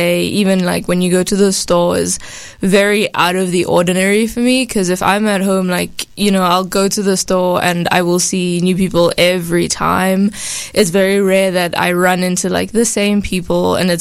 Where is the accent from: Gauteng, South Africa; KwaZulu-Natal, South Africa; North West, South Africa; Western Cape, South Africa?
Gauteng, South Africa; Johannesburg; now in Wayne, United States; this more little area of the city I'm from. But like, to get across Johannesburg can take you anywhere from like 30 minutes to like 45